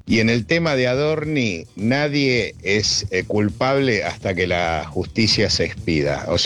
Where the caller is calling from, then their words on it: Ciudadela, Buenos Aires Province, Argentina; de Ciudadela. Soy jubilado